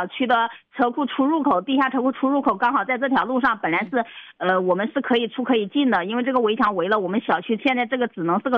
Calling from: Changsha, Hunan, China; 我是这个长沙市雨花区东山街道。

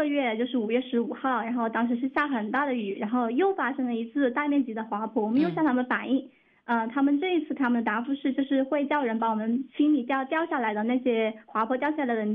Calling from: Changsha, Hunan, China; 我们家是住在长沙市望城区潼关镇。我们是拆迁之后，政府给我们提供了宅基地，然后我们给我们自己建房子，然后我们的房子是2016年建成的

